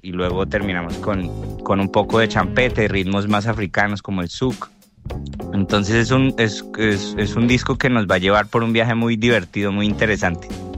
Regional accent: Colombia; está nutrida todo lo que somos como colombianos, y también está retratando lo que es Colombia fuera de Colombia.

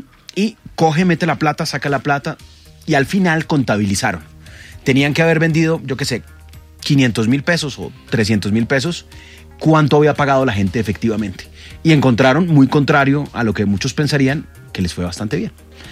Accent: Colombia; como colombianos tenemos que hacer un cambio de mentalidad

